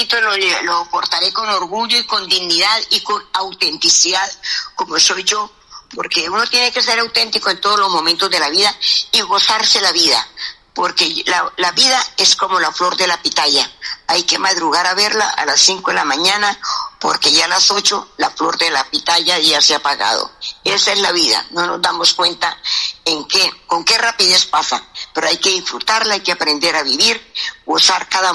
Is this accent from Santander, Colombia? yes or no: yes; Zapatoca, Santander, Colombia; also born or lived in Betulia; mi tierra Zapatoca, mi tierra betuliana, donde soy hija adoptiva